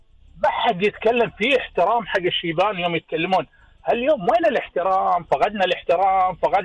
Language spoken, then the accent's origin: Arabic; Kuwait; احنا عندنا بالكويت عاداتنا وتقاليدنا